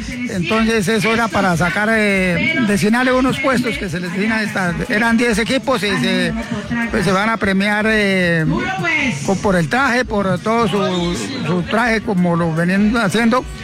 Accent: Tibaná, Boyacá, Colombia; also born or lived in Jenesano; soy de Tibaná y hago parte también aquí de Genesano, porque mi padre era aquí de Genesano y mi mamá de Tibaná, entonces yo ya llevo aquí unos 40 años vinculado en Genesano, pero vivo en Tibaná.

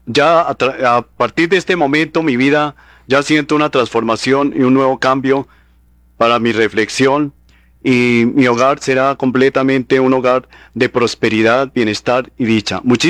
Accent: Chiquinquirá, Boyacá, Colombia; Vengo de Chiquinquirá.

